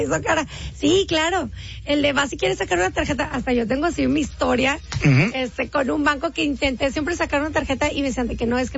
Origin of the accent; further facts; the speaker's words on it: Monterrey, Nuevo León, Mexico; pero yo soy de Monterrey. Tengo años siendo aquí de Monterrey, soy regia.